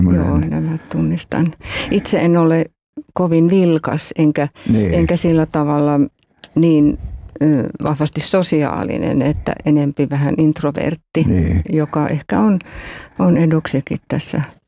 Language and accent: Finnish; Joensuu, North Karelia, Finland; also born or lived in Eno; Mä itse synnyin Enossa. No niin. Isäni toimi luotsina siellä Ahvenisella. Joo. Ja mä olin vajaa 6-vuotias, kun muutettiin sitten Joensuuhun.